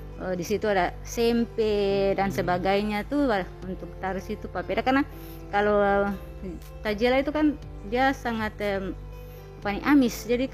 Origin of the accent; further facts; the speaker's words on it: Ambon, Maluku, Indonesia; sedangkan kita di Ambon sini